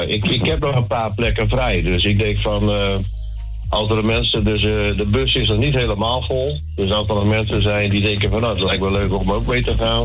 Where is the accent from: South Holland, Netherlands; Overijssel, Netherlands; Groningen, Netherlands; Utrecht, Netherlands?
Groningen, Netherlands; Middelstum; Ja, ik kom van Middelstam, hoor, ik kom maar door.